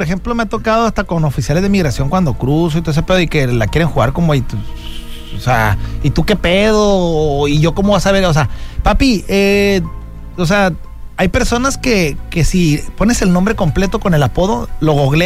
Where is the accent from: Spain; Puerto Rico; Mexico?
Mexico